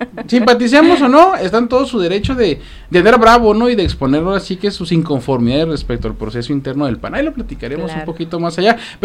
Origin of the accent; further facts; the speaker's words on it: Mexico; como buenos mexicanos dejamos todo al último